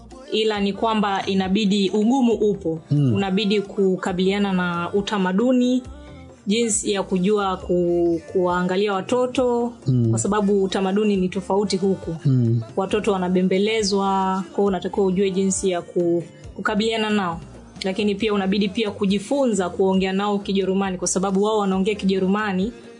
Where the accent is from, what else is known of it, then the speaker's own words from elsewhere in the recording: Dar es Salaam, Tanzania; moved away as an adult; now in Germany; na ninatokea Dar es Salaam, Ubungo. Nilikuwa naishi Ubungo.